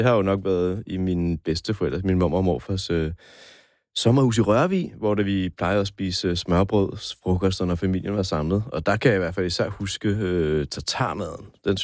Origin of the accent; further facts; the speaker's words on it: Copenhagen, Capital Region of Denmark, Denmark; Den er jo opfundet i mit kvarter. Lige to gader fra, hvor jeg er fra.